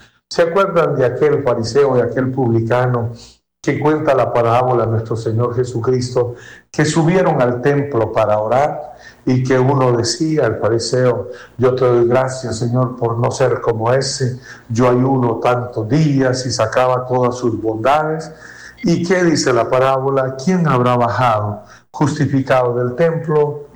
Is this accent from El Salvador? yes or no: yes; El Salvador; como dicen aquí en mi país